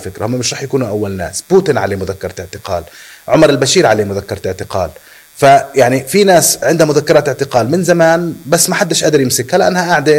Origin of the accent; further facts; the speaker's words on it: Palestine